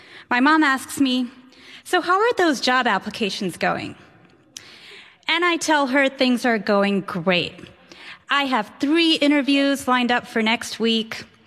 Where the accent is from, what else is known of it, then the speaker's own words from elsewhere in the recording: Michigan, United States; born there; also born or lived in New Delhi, India; I was born in Michigan, but I've partly grown up in Michigan and in New Delhi, India. I moved back to Michigan for college, and I studied economics and French at the University of Michigan.